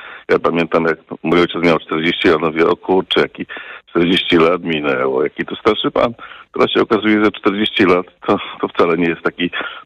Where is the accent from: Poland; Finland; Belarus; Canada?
Canada; Ja mam doświadczenie, ponieważ jestem Kanadyjczykiem i wiem, że ten system można bardzo mądrze regulować imigracją, tak?